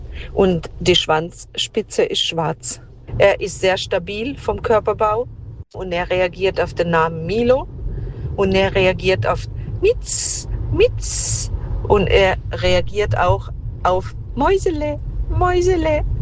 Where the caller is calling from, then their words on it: Rastatt, Baden-Württemberg, Germany; aus Rastatt.